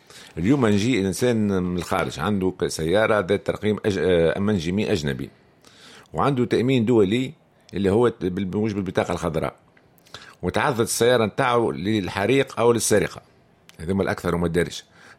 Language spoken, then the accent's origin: Arabic; Tunisia